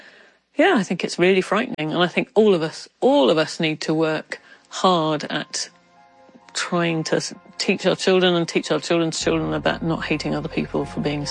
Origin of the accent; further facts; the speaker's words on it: Northern Ireland, United Kingdom; born there; also born or lived in Wales; Well, I was born in County Derry, and then I moved to Wales, and then I moved to Ireland, and yeah, it's very complicated.